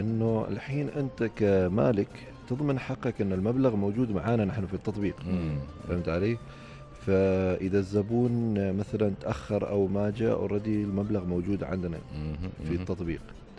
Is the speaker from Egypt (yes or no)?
no; Oman; أنا اليوم كعماني